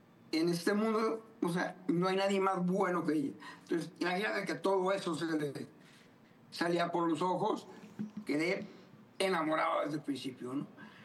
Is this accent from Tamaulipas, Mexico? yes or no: yes; Matamoros, Tamaulipas, Mexico; also born or lived in Brownsville, United States; now in Houston, United States; aproximadamente ya 35 años aquí en Houston viviendo. Mis orígenes son de México, de una ciudad chiquita. Bueno, nací en Brownsville, que es frontera, pero viví toda mi vida en México, en Matamoros, ¿no?